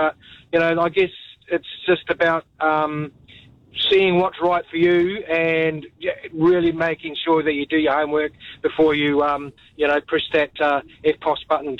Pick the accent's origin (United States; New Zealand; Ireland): New Zealand; But I'd never give up my Kiwi passport, and I always let mum know that, you know, she is an Australian and I'm a N